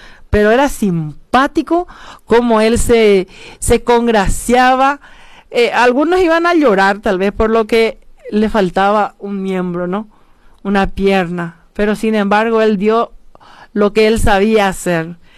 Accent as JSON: {"language": "Spanish", "town": "Carapeguá", "region": "Paraguarí", "country": "Paraguay", "said": "Soy paraguayo, soy carapegüeña en este caso"}